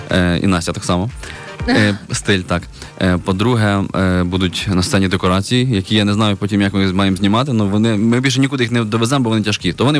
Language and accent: Ukrainian; Khmelnytskyi, Khmelnytskyi Oblast, Ukraine; Зазвичай я знімаю кліпи у місті Хмельницький, це моє рідне місто